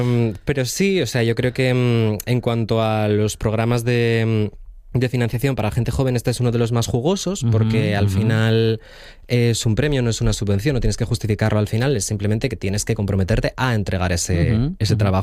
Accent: Sariego, Asturias, Spain; mi familia, que somos de Sariego. Entonces yo tuve la particularidad, yo creo, de haberme criado en un entorno femenino, con una ganadería por el medio también, y en donde había una peluquería, un salón de estética y un solarium

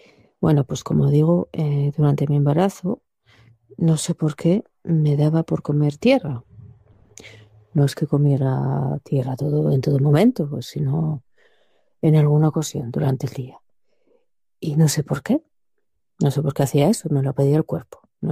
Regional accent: Llanes, Asturias, Spain; soy de Llanes.

